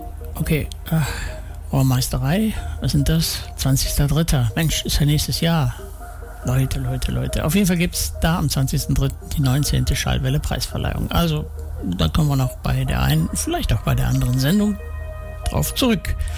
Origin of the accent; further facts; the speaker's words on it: Gladbeck, North Rhine-Westphalia, Germany; als ich jetzt die Tage durch meinen Heimatort Gladbeck gewandert bin, da waren irre viele Menschen an dem Fahrzeug der Tafel